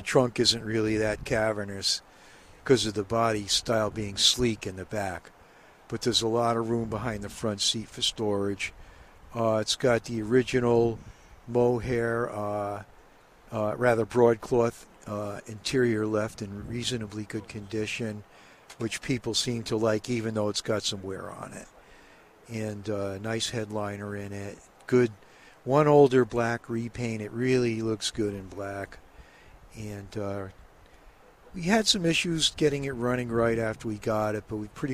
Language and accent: English; Norwich, Connecticut, United States; I'm from Norwich, Connecticut.